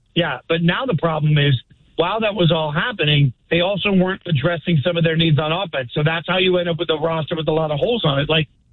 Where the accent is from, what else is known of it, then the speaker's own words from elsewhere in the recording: Las Vegas, Nevada, United States; I've never hidden the fact that being born and raised in Vegas meant my favorite football team suddenly wound up in the city that made me.